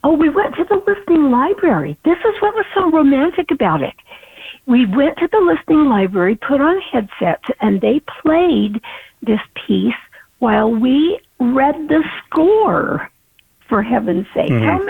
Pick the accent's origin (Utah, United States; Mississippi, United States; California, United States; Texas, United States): Utah, United States; Lehi; from Lehigh, Utah.